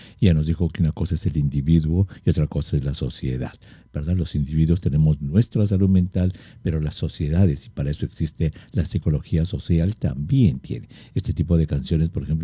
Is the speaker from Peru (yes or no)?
yes; Peru; en el Perú nos ha tocado estar de mirones